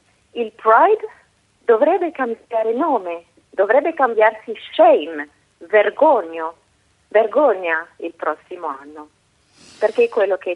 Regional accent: Iran; Italian is a second language; moved away as an adult; now in Bologna, Italy; Io sono 11 anni che vivo a Bologna e ieri proprio ero triste che ho fatto questa scelta di muovermi dall'Iran per avere più libertà dalla Repubblica Islamica

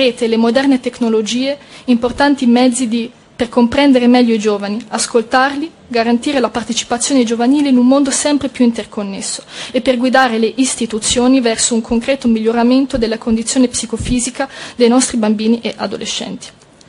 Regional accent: Lucca, Tuscany, Italy; studentessa di medicina, ho 23 anni, vengo da Lucca

